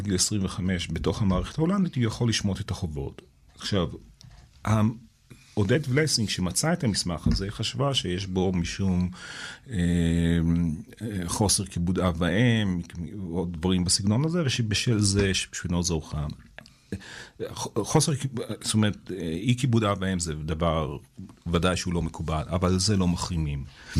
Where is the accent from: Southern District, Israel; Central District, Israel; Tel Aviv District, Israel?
Tel Aviv District, Israel; Bnei Brak; moved away as an adult; now in United States; אני גדלתי בבני ברק על הגבול שבין העולם של הכיפות הסוגות לעולם החרדי. תקופה מסוימת עזבתי את העולם הדתי, חזרתי אליו.